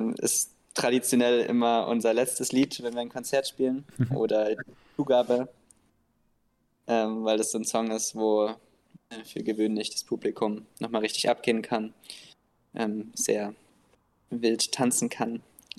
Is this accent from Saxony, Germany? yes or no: no; Freiburg, Baden-Württemberg, Germany; moved away; nach Freiburg, wo wir ursprünglich herkommen